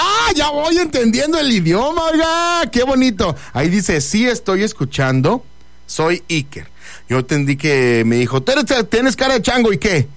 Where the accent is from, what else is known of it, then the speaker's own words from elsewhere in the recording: Saltillo, Coahuila, Mexico; somos de Saltillo